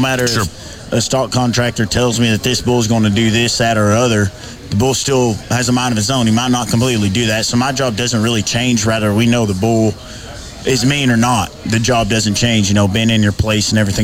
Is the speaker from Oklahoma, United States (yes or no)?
yes; Oklahoma, United States; coming out of Oklahoma, you know, where I grew up in particular, we're border Texas, and the country I grew up in, the area